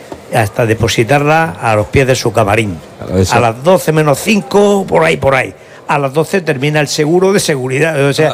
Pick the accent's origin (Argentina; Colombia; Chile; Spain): Spain; Region of Murcia; se juntan mi pueblo, la huerta, mi huerta y mi campo de Cartagena.